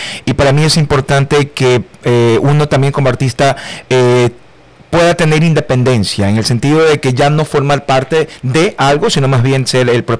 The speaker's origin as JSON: {"language": "Spanish", "town": "El Carmen", "region": "Manabí", "country": "Ecuador", "said": "Soy exactamente del Carmen Manabí, la puerta de oro"}